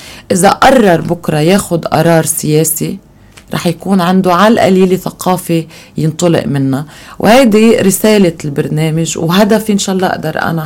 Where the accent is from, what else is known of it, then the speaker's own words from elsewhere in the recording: Lebanon; أولا الفكرة ولدت لأنه عنا بلبنان قليل ما يتقاطع السياسي والقانون مع بعض.